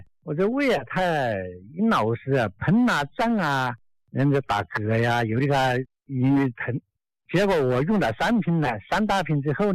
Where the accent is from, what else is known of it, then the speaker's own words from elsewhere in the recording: Xiantao, Hubei, China; 我是仙桃张沟，张沟镇三通村齐走。